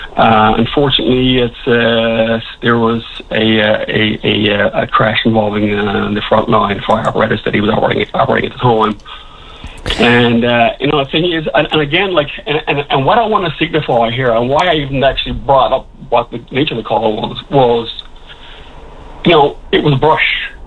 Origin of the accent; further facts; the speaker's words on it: Gander, Newfoundland and Labrador, Canada; I come from Wait and Gander, actually hosted a lot of the water bomber pilots last summer